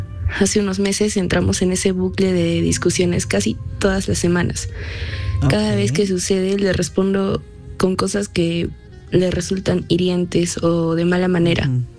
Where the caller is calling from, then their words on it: Arequipa, Peru; de Arequipa